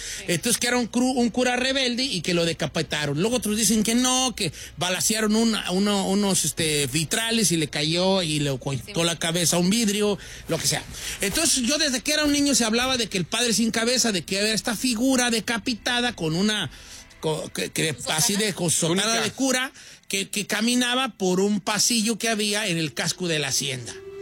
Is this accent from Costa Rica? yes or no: no; La Sauceda, Mexico; born there